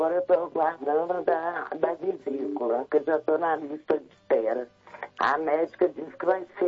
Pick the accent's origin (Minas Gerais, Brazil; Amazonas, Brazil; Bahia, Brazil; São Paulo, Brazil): Minas Gerais, Brazil; Araxá; also born or lived in Brasília; Eu sou de Araxá, pastor.